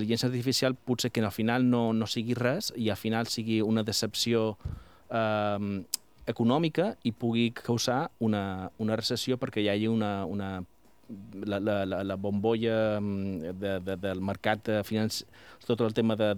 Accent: Palma, Balearic Islands, Spain; moved away as an adult; also born or lived in Barcelona; Sí, som de Palma, sí.

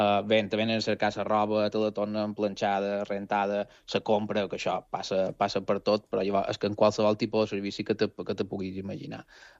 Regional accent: Campos, Balearic Islands, Spain; nosaltres som de Campos.

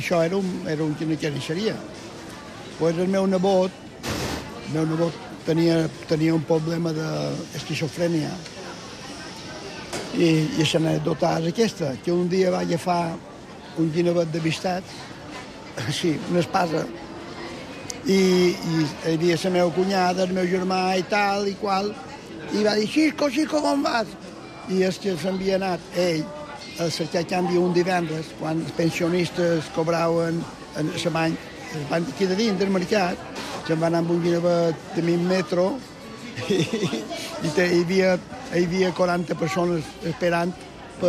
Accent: Palma, Balearic Islands, Spain; born there; Jo vaig néixer en el Matadero. M'entén, ma mare pelava peus i jo em fotien a dins un meritxanota i me tiraven un racó. Això és així. Quan vaig començar a caminar, ma mare pelava peus i jo estava a 50 metres de la nave dels xocs, de l'escorxó de Palma.

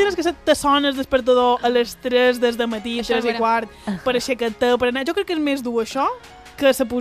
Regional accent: Inca, Balearic Islands, Spain; si jo sóc d'Inca

